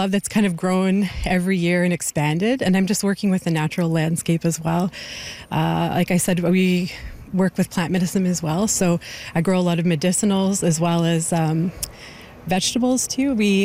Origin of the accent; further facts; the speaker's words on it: Yellowknife, Northwest Territories, Canada; I'm from Yellowknife, Denaday.